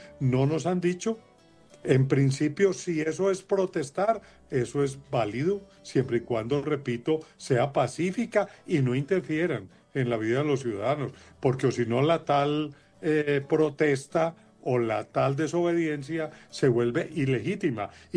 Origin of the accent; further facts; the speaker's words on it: Colombia; somos los colombianos